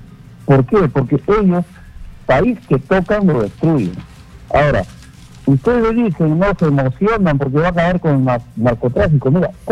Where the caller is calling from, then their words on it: Lima, Peru; El Agustino.